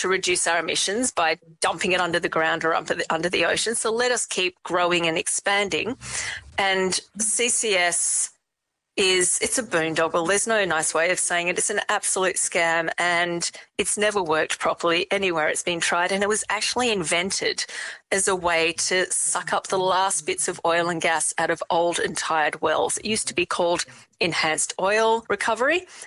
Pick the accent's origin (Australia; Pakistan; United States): Australia; Western Australia; I grew up in the Pilbara